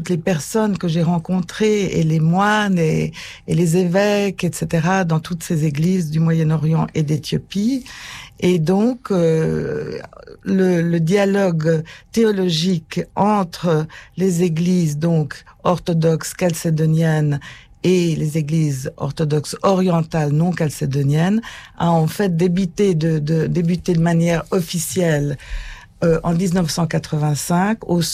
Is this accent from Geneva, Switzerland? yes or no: yes; Geneva, Switzerland; malgré mon nom très français et parisien, je suis d'origine genevoise et donc protestante, mais ma famille était à Genève depuis le début du XIVe siècle.